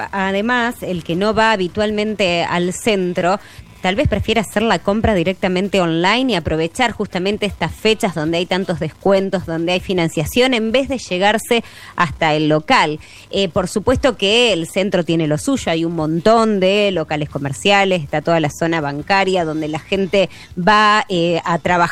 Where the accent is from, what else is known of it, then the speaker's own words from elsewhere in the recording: Rosario, Santa Fe, Argentina; Si algo no somos los rosarinos, es perezosos